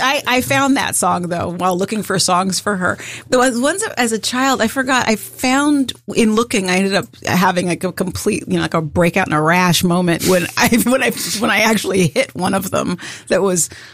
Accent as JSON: {"language": "English", "town": "Santa Monica", "region": "California", "country": "United States", "tie": "born or raised there", "said": "I grew up in Santa Monica, California."}